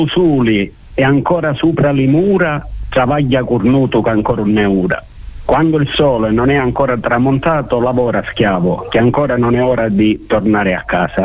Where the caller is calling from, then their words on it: Palermo, Sicily, Italy; da Palermo.